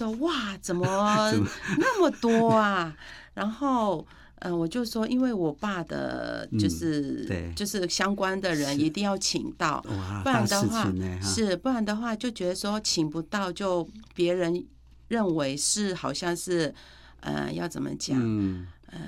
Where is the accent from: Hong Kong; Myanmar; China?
Myanmar; 因为他问我说你是哪里人，然后我就说缅甸的